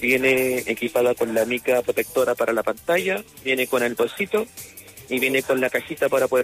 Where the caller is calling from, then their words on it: Copiapó, Atacama, Chile; Desde la ciudad de Copiapó.